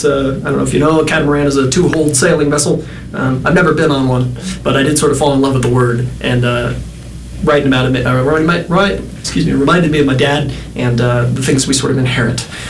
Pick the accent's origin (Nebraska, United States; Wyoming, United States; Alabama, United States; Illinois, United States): Wyoming, United States; Jackson; I hail from Jackson, Wyoming, which is a place where it's hard to buy houses.